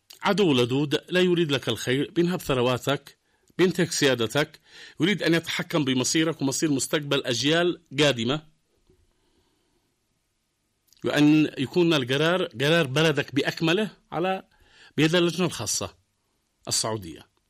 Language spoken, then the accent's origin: Arabic; Yemen; اليوم الحاصل عندنا في اليمن